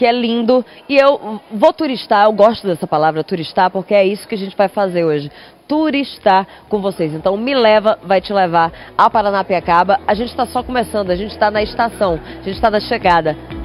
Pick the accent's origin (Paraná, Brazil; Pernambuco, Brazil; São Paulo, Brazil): São Paulo, Brazil; De São Paulo, a gente também.